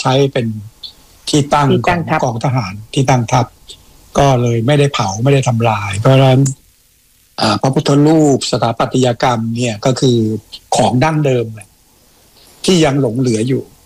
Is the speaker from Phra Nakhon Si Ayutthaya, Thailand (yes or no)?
yes; Ayutthaya, Phra Nakhon Si Ayutthaya, Thailand; ใช่เด็กหัวรอ